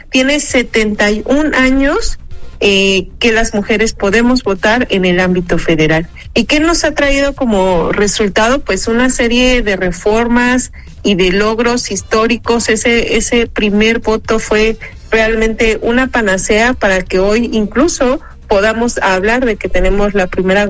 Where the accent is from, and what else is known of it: Mexico